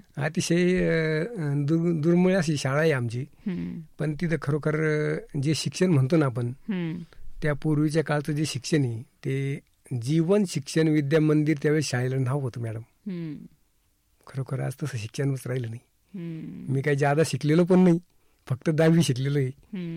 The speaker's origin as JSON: {"language": "Marathi", "region": "Maharashtra", "country": "India", "tie": "born or raised there", "said": "तसं माझं बालपण आहे ना अतिशय खेडेगावात निंभारी गावात झालं."}